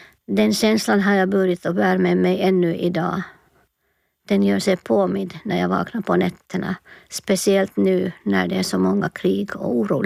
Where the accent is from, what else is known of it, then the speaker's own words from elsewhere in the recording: Ruokolahti, South Karelia, Finland; accent: Karelian dialect; moved away; jag pratar alltid min barnos dialekt när jag är där hemma.